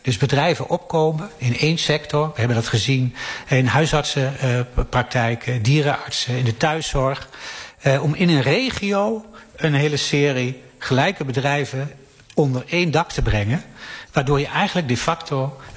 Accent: Gelderland, Netherlands; ik kom uit de Achterhoek.

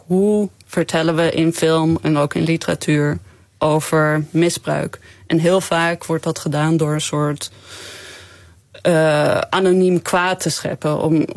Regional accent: Groningen, Netherlands; Ja, ik ben gewoon Nederlands uit Groningen.

